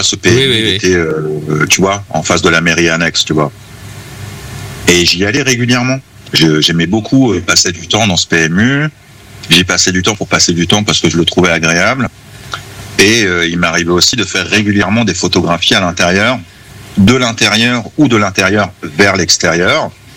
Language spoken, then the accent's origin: French; Évreux, Normandy, France; Mais effectivement, j'ai grandi à la Madeleine et voilà, j'ai un attachement avec, avec ce quartier.